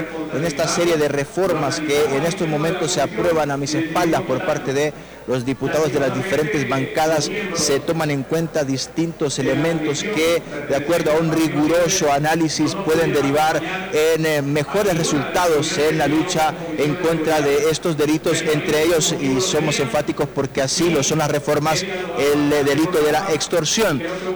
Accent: Honduras

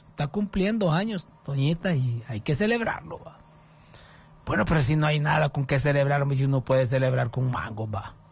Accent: San Antonio de Flores, Choluteca, Honduras; Y aquí ya cuando ya cuando se van para los Estados Unidos, ya no, yo soy de San Antonio de Flores.

